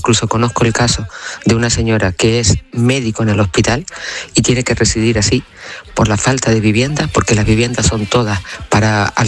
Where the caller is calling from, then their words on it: Teguise, Canary Islands, Spain; Aquí donde yo vivo, en la villa de Teguise